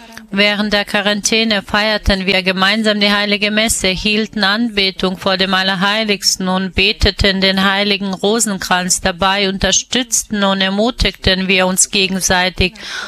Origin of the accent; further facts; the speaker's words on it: South Korea; Wir kommen aus Südkorea